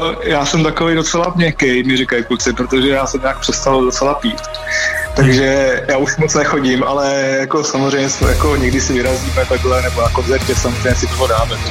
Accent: Pardubice, Pardubice Region, Czechia; my jsme všichni z Pardubic, no, takže Pardubice.

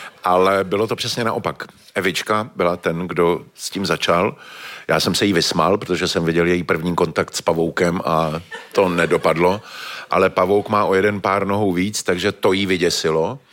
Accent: Prague, Czechia; Já jsem brečel, protože jsem … ze Žižkova

